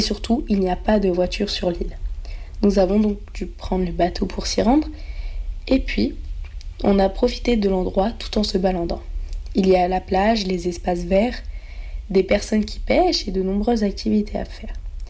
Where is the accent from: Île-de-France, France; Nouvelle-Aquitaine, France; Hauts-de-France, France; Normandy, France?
Hauts-de-France, France; je viens d'un village près d'Arras et j'ai actuellement 17 ans.